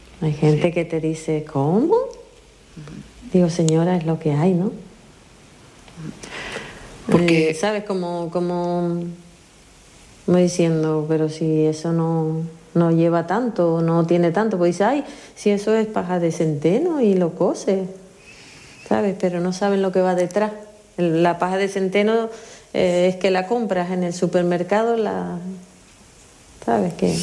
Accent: Icod de los Vinos, Canary Islands, Spain; Ayuntamiento de Hico de los Vinos, de donde soy yo

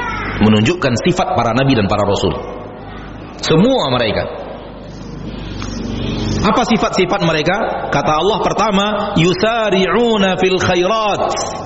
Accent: Pekanbaru, Riau, Indonesia; also born or lived in Bukittinggi, West Sumatra; Saya orang Bukit Tinggi, walaupun besar di Pekanbaru.

